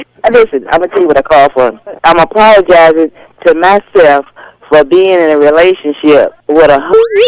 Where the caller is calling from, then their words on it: Norfolk, Virginia, United States; I'm calling from Norfolk.